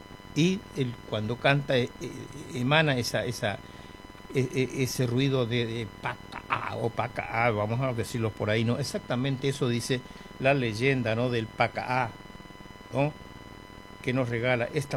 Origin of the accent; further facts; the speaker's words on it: Presidencia de la Plaza, Chaco, Argentina; moved away; mi gente de Presidencia de la Plaza, mi pueblo en Chaco